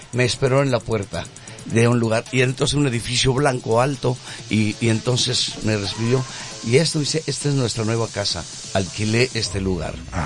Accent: Mérida, Yucatán, Mexico; Pero soy de Mérida, Yucatán.

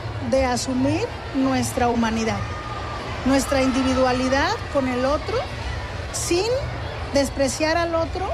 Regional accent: El Arenal, Jalisco, Mexico; yo que soy del pueblo del Arenal.

